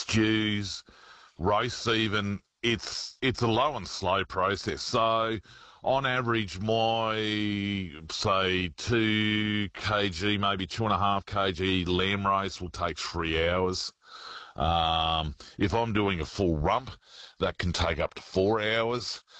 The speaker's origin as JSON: {"language": "English", "country": "Australia", "tie": "born or raised there", "said": "Marin is actually my hometown."}